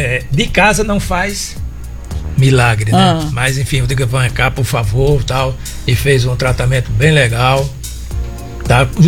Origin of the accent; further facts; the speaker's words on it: Mossoró, Rio Grande do Norte, Brazil; Nasci em Mossoró. Desde novinho, é.